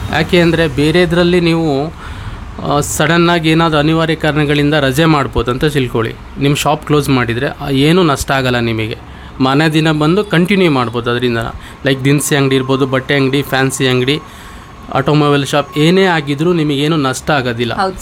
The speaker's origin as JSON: {"language": "Kannada", "town": "Shivamogga", "region": "Karnataka", "country": "India", "tie": "born or raised there", "said": "ನಾನು ಇಲ್ಲೇ ಮೂಲತಃ, ನಾನು ಶಿವಮೊಗ್ಗ ನವಲೆ ಗ್ರಾಮದವನು. ನಾನು ಹುಟ್ಟಿದ ಮೆಗ್ಗನ್ ಹಾಸ್ಪಿಟ್ಲಲ್ಲಿ ಮೇಡಮ್. ನಮ್ಮದು ಮನೆ ಇಲ್ಲೇ ನವಲೆಯಲ್ಲೇ, ಸ್ವಂತ ಮನೆ ಇದೆ."}